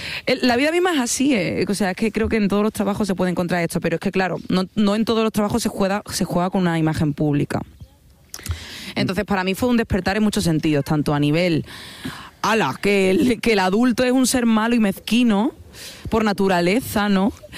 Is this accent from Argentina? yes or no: no; Andalusia, Spain; Yo soy andaluza.